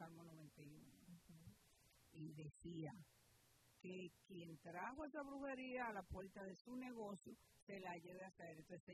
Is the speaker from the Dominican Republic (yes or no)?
yes; Dominican Republic; en mi país dominicano le dicen colmado